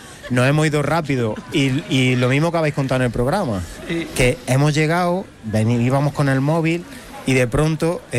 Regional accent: Villanueva del Arzobispo, Andalusia, Spain; Yo vengo de un pueblo de Jaén, se llama Villanueva del Arzobispo, está colindando ya casi con Castilla-La Mancha

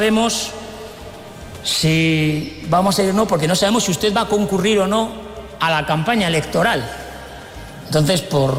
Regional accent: La Rioja, Spain; junto con el resto de los riojanos

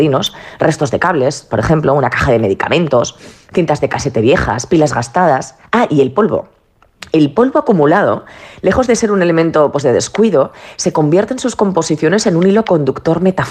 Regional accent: Zaragoza, Aragon, Spain; yo estoy en Zaragoza, en mi tierra.

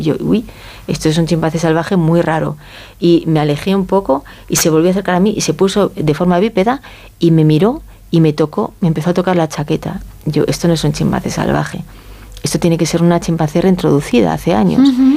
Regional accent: Galicia, Spain; moved away

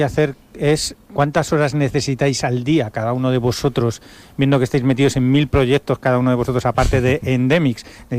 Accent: Madrid, Community of Madrid, Spain; moved away; Yo no soy de aquí, soy de Madrid

